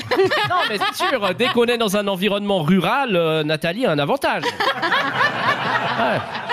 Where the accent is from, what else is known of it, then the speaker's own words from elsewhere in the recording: Geneva, Switzerland; also born or lived in Vaud; Alors déjà dire que même si j'ai grandi à Genève, je suis originaire de Sainte-Croix et Concise, et donc puissamment vaudois.